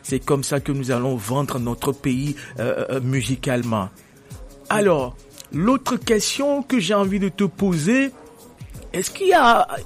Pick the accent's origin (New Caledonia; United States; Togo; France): Togo; chez nous au Togo.